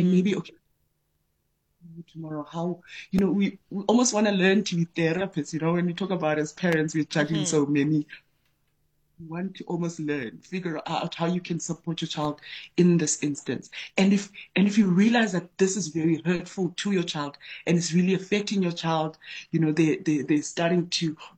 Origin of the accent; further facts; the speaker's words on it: Eastern Cape, South Africa; moved away; also born or lived in North West; I grew up in Eastern Cape, and then I then moved into your Northwest areas in terms of just as a young person.